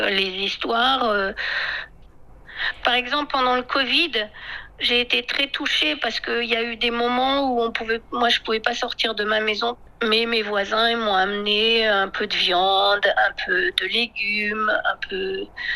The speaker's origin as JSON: {"language": "French", "country": "France", "moved": "yes", "lives_now": "Yunnan, China"}